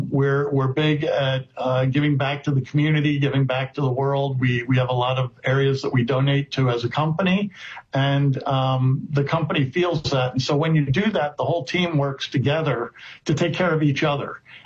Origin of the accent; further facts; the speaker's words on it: Pennsylvania, United States; I'm from just outside of Philadelphia, Pennsylvania. I have one sister who's older, and I basically grew up in this area.